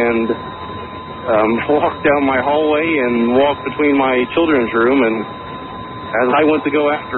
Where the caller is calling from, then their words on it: Indianapolis, Indiana, United States; I come back from Illinois going towards Indianapolis, so I'm calling from Indianapolis.